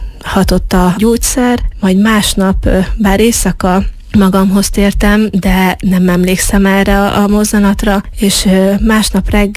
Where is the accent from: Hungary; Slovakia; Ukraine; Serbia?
Ukraine; Zakarpattia Oblast; born or raised there; first language Hungarian; moved away